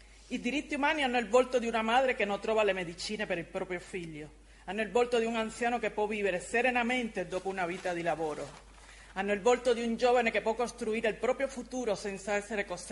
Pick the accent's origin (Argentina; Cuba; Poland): Cuba; now in Italy; noi cubani